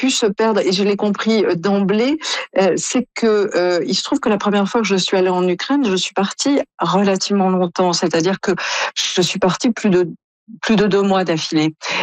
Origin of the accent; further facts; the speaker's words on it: France; quand on est Canadien ou comme moi français